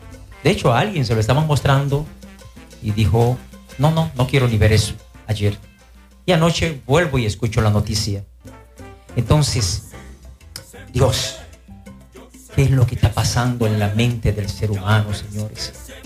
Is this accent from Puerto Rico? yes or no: no; Moca, Espaillat, Dominican Republic; yo soy de Moca